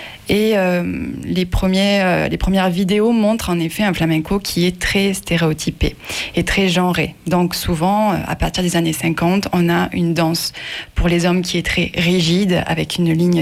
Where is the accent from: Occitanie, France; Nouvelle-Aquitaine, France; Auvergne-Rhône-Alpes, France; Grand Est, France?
Occitanie, France; moi, je viens du Larzac, je suis avéronaise, j'ai aucune origine espagnole ni gitane